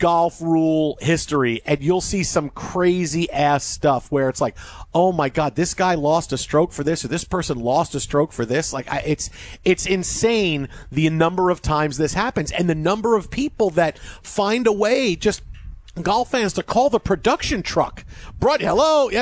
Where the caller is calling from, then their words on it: Sioux Falls, South Dakota, United States; Oh, no. I'm just a golf fan. I'm watching from Sioux Falls.